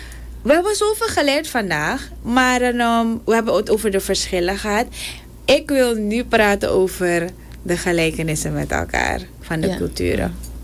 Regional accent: Suriname

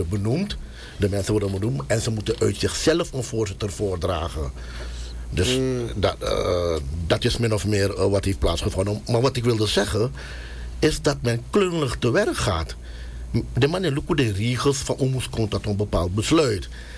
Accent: Suriname; met de huidige kennis die wij als Surinamers als collectief hebben.

